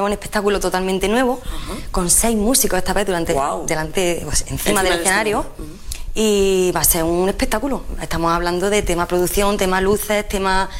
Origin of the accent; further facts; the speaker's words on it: Úbeda, Andalusia, Spain; moved away as an adult; mi pueblo, el Marmo, pueblo muy chiquito